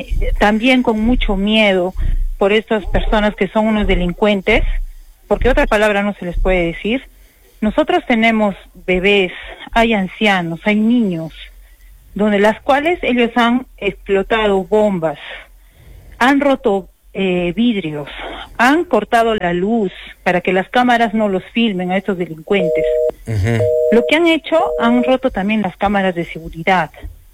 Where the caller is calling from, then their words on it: Peru; Buenas noches, soy vecina de Pachacute.